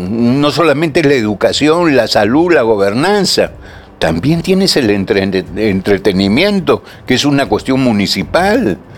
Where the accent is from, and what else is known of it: Peru